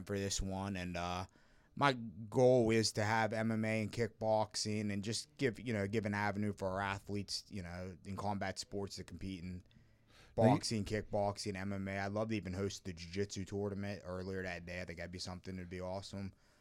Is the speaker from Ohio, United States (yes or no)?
yes; Bridgeport, Ohio, United States; Bridgeport, Ohio.